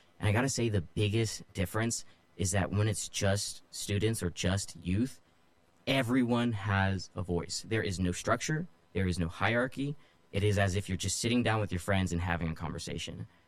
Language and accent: English; Modesto, California, United States; born or raised there; also born or lived in Hayward / Keyes